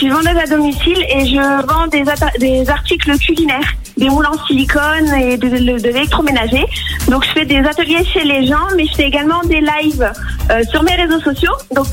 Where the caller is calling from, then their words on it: Gap, Provence-Alpes-Côte d'Azur, France; Je suis du côté de Gap.